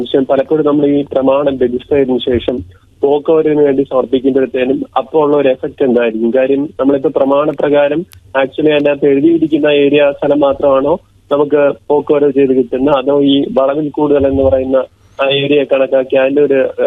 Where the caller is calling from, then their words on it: Thiruvananthapuram, Kerala, India; ഞാൻ തിരുവനന്തപുരം ശ്രീകാര്യത്തിൽ നിന്നാണ് വിളിക്കുന്നത്.